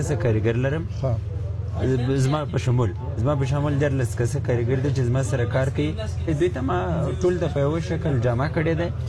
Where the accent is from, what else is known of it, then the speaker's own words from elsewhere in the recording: Helmand, Afghanistan; now in Kabul, Afghanistan; اصل کې د هلمند ولایت اوسیدونکی یم، پهلن ژوند کابل کې کوم.